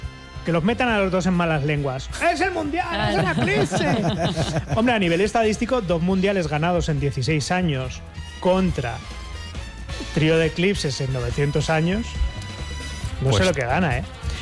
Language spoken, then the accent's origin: Spanish; Spain; Pues no, pero yo lo claro, diría no como la humanidad, como español.